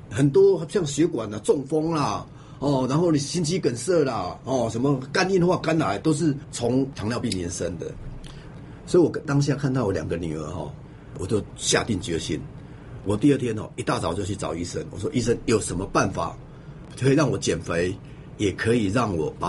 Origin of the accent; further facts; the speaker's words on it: Yilan County, Taiwan; 我们是宜兰人，乡下人，